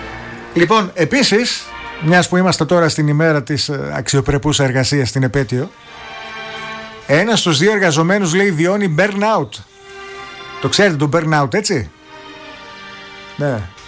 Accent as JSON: {"language": "Greek", "country": "Greece", "said": "ως Έλληνες"}